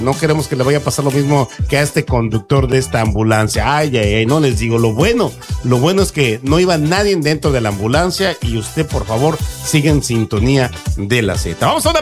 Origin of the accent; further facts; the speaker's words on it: Puebla, Mexico; born there; Yo nací en Puebla